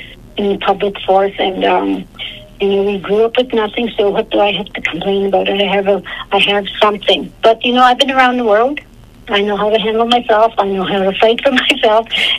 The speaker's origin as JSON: {"language": "English", "town": "Inuvik", "region": "Northwest Territories", "country": "Canada", "said": "from Inuvik, the Northwest Territories, the Beaufort Delta, and all the Northwest Territories, and I can't find a job."}